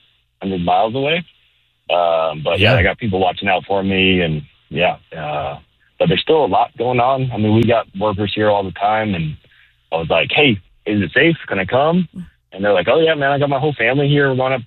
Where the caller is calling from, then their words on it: Dubai, United Arab Emirates; I'm calling from Dubai.